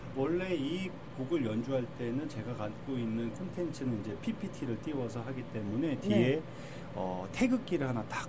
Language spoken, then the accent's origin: Korean; Los Angeles, California, United States; 제가 미국에서 어린 유년 시절을 보냈을 때 부모님도 항상 코리안 프라이드를 알려주셨어요.